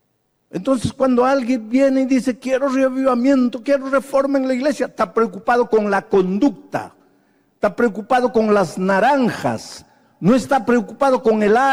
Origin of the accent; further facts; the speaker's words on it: Peru; Soy rubio cuando soy cholo, peruano, descendiente de incas.